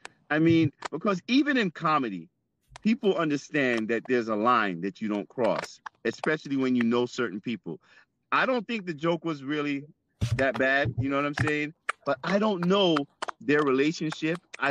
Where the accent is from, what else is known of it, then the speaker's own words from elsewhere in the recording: Jamaica; Even with Jamaican, like I'm Jamaican, right?